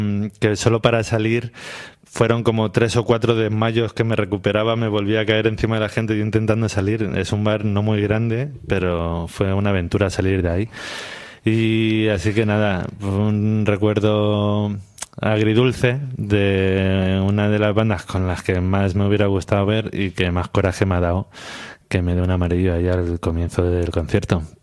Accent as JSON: {"language": "Spanish", "town": "Tomelloso", "region": "Castilla-La Mancha", "country": "Spain", "said": "estaba Tomelloso a reventar. Cuando venían los … a mi pueblo"}